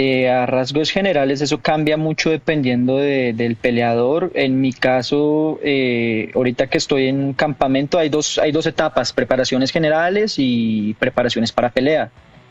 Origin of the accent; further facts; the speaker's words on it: Bogotá, Colombia; Yo soy de Bogotá